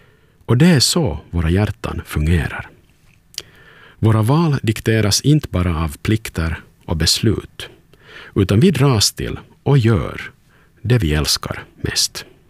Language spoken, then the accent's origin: Swedish; Turku, Southwest Finland, Finland